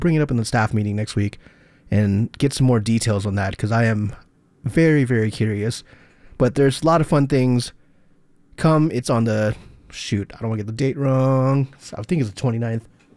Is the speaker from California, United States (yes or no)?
yes; Orange County, California, United States; moved away as an adult; because I'm from Orange County.